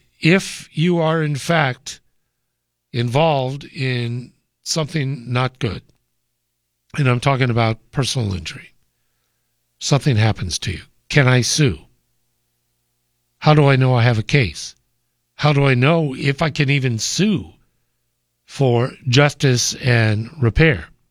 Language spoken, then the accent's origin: English; Chicago, Illinois, United States; born there; I was born in Chicago.